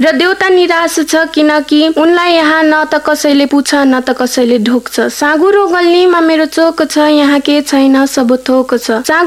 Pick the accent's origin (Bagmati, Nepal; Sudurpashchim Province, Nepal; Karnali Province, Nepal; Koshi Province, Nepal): Bagmati, Nepal; Nuwakot; now in Kapan, Nepal; मेरो पनि कपनमै हो अनि घर चाहिँ नुवाकोटमा हो।